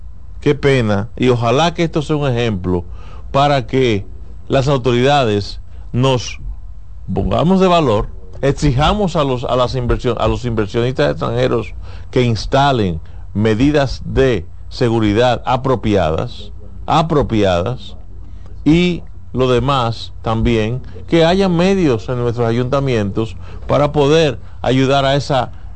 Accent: Dominican Republic

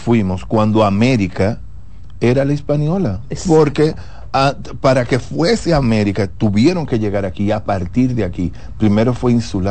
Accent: Dominican Republic; Nosotros como dominicanos deberíamos tener conocimiento absoluto

